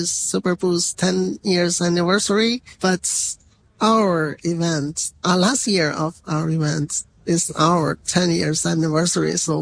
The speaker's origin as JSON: {"language": "English", "region": "Beijing", "country": "China", "said": "Hello, everyone. I'm … from Beijing, China."}